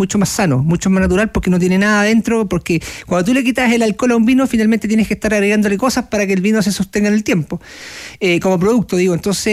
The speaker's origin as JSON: {"language": "Spanish", "country": "Chile"}